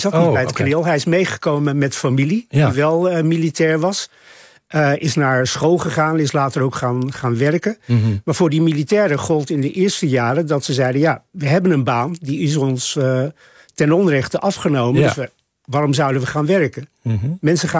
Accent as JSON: {"language": "Dutch", "town": "Vught", "region": "North Brabant", "country": "Netherlands", "tie": "born or raised there", "said": "ik ben in Nederland geboren en getogen. Dus ik ben tot op zekere hoogte zeker Nederlands. Maar ik ben ook heel erg Moluks, zou je kunnen zeggen."}